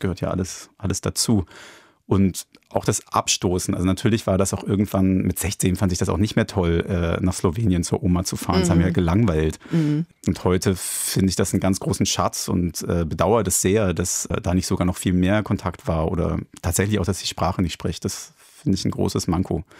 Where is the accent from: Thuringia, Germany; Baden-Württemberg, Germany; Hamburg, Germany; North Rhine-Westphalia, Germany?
Hamburg, Germany; moved away as an adult; also born or lived in Berlin / Munich; Meine Mutter ist dann also nicht nach Slowenien gezogen, sondern mein Vater ist dann nach Hamburg gekommen und so bin ich in Hamburg aufgewachsen.